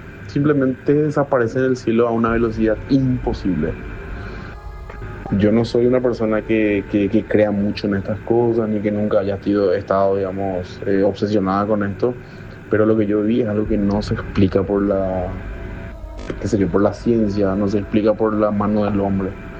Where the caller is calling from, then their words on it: Ciudad del Este, Alto Paraná, Paraguay; yo soy de Ciudad del Este.